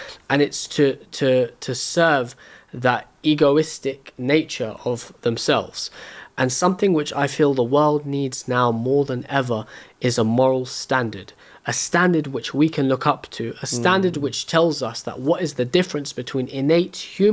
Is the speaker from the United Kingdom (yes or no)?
yes; London, United Kingdom; born or raised there